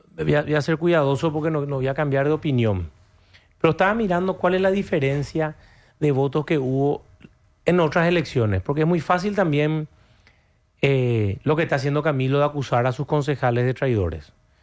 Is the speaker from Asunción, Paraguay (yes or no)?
yes; Asunción, Paraguay